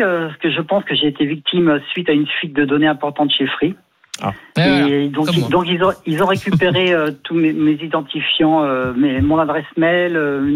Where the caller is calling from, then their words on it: Saint-Maur-des-Fossés, Île-de-France, France; moi je suis à Saint-Maur